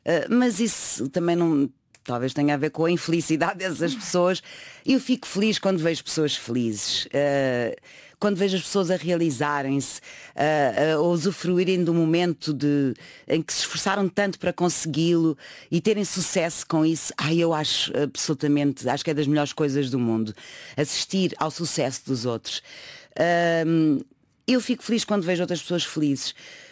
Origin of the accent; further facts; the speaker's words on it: Lisbon, Portugal; Porque eu nasci e cresci nos Olivais.